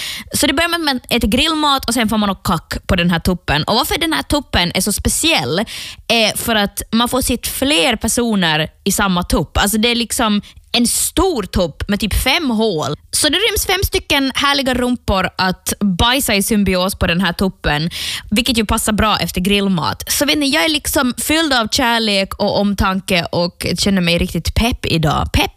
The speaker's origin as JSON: {"language": "Swedish", "region": "Ostrobothnia", "country": "Finland", "lives_now": "Stockholm, Sweden", "said": "nu är jag hemma i Österbotten över sommaren och det betyder att mitt liv är ganska händelserikt."}